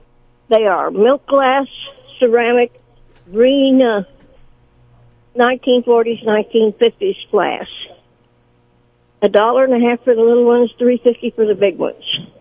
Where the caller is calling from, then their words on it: Sedalia, Missouri, United States; Okay, I'm calling from Sedalia.